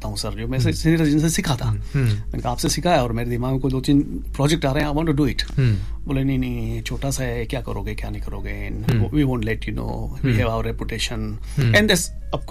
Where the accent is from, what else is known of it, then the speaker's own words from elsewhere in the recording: Udaipur, Rajasthan, India; हाँ जी, मैं राजस्थान से हूँ, और बहुत ही खूबसूरत शहर है।